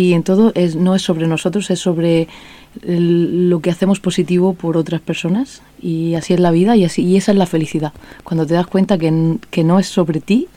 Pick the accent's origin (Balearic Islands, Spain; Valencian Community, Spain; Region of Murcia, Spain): Region of Murcia, Spain; Lorca; Eso en Murcia, o al menos en mi tierra, en Lorca, eso se llama la esponta.